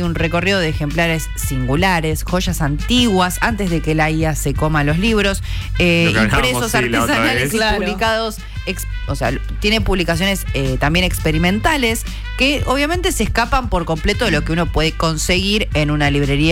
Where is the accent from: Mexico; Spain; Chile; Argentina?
Argentina; somos todos argentinos